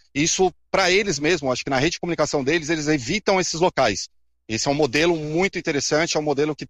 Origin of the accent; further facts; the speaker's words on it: São Paulo, Brazil; born there; Eu nasci no Bom Retiro, vim aqui no prédio quando construíram e gerencio ele até hoje.